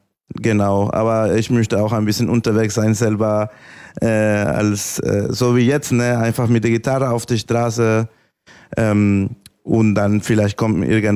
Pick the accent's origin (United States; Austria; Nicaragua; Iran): Nicaragua; German is a second language; now in Germany; ich komme aus Nicaragua und Lateinamerika